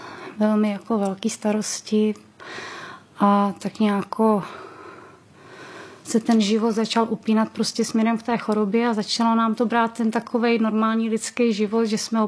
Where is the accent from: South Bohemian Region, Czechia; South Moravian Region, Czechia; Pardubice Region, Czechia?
Pardubice Region, Czechia; Vysoké Mýto; Dobrý den … jsem z Vysokého Mýta